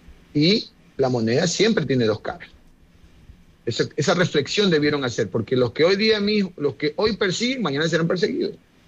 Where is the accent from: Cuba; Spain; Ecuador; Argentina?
Ecuador